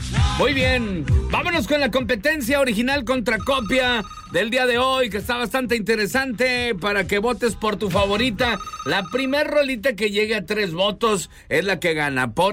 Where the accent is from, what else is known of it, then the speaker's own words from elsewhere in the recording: Monterrey, Nuevo León, Mexico; soy de Monterrey, soy medio codo, medio agarrado.